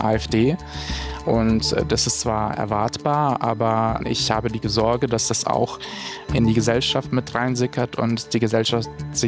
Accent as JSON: {"language": "German", "town": "Ingolstadt", "region": "Bavaria", "country": "Germany", "moved": "yes", "lives_now": "Berlin, Germany", "said": "Ich bin aus Bayern hierher gekommen, aus Ingolstadt, und ich habe mich sehr frei gefühlt"}